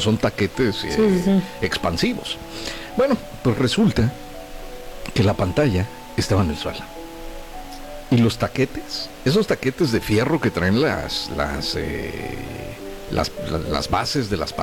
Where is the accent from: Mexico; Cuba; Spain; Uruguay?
Mexico; Tulancingo, Hidalgo; now in Poza Rica, Mexico; yo viajé un fin de semana a la ciudad de Tulancingo, de donde soy nativo